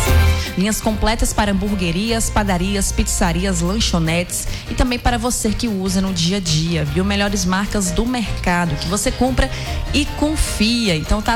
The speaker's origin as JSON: {"language": "Portuguese", "region": "Northeast Region", "country": "Brazil", "said": "Como um bom nordestino que somos"}